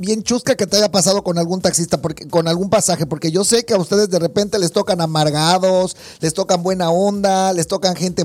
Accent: Cancún, Quintana Roo, Mexico; Bien bilingüe, obviamente, porque vengo de Cancún, amiga.

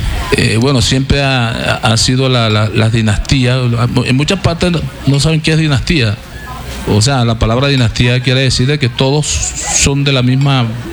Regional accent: Bogotá, Colombia; moved away as an adult; also born or lived in Bosconia, Cesar; now in Valledupar, Colombia; y a toda la familia nos fuimos para allá, para Bogotá. Y ahí nos criamos en Bogotá. Duramos casi 40 años. Luego nos regresamos a Valledupar y bueno, vivimos ahora en Valledupar.

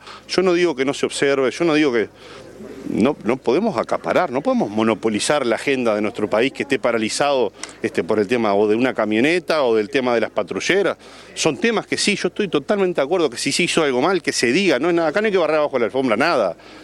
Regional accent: Uruguay; lo que tenemos que nosotros como uruguayos y como gobernantes es estar dando otra respuesta.

